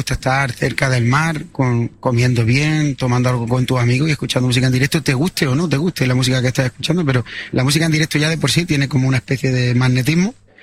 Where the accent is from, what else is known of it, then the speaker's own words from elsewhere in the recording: Linares, Andalusia, Spain; now in Almería, Spain; Yo soy almeriense de adopción. Yo soy de Linares, de Jaén. Llevo aquí viviendo ya 25 años.